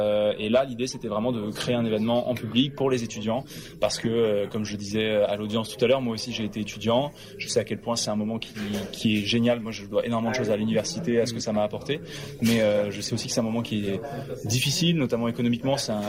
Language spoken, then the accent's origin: French; Brittany, France; Moi, je suis breton